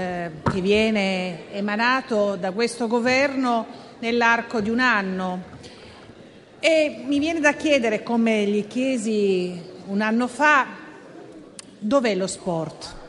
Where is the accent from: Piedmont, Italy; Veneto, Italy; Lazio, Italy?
Piedmont, Italy; Turin; da torinese che ha visto la sua città completamente trasformata grazie alle Olimpiadi invernali del 2006, da città fabbrica è diventata città del turismo.